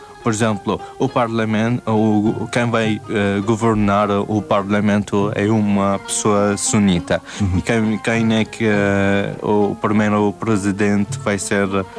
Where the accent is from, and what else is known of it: Iraq